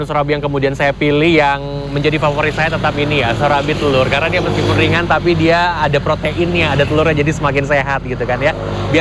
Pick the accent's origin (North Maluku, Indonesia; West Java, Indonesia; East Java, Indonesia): West Java, Indonesia; Kuningan; moved away; di kampung halaman saya, misalnya di Kuningan